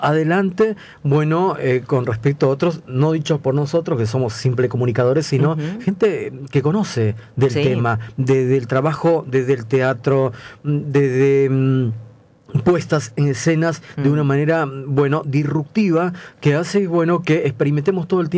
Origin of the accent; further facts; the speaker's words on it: Peru; now in Argentina; a mí me pasa cuando yo me voy a mi país, lo extraño, Rosario.